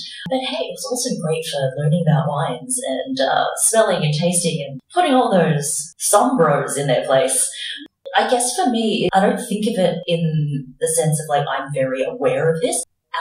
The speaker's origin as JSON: {"language": "English", "country": "Hong Kong", "said": "And I'm from Hong Kong, so we have been colonized in many, many ways by many, many people and had our politics repressed."}